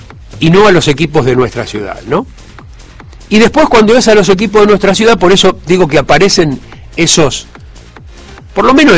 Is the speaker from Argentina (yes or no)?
yes; Rosario, Santa Fe, Argentina